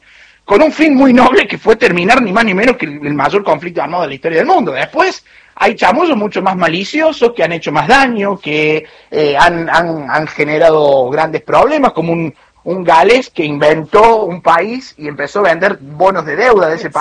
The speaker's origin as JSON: {"language": "Spanish", "region": "Córdoba", "country": "Argentina", "accent": "Cordoban tonada", "said": "Sí, pero que los cordobeses tenemos ahí una rapidez, ¿viste?"}